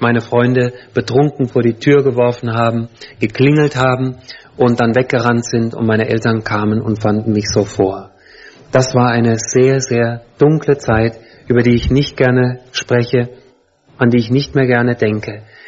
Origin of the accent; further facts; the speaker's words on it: Hesse, Germany; Ich bin in der Nähe von Kassel geboren und aufgewachsen, also in Nordhessen, gar nicht so weit weg von hier.